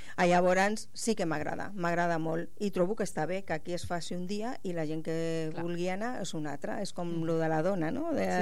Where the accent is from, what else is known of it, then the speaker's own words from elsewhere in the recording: Catalonia, Spain; also born or lived in Andalusia; jo sóc catalana perquè vaig venir aquí, bueno, andalusa, però vaig venir aquí amb 2 anys